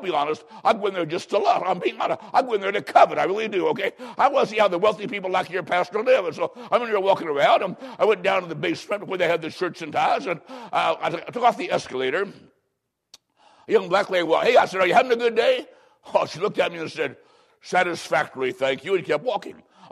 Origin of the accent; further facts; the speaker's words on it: Macomb, Illinois, United States; I was growing up in Macomb, Illinois. I was in grade school.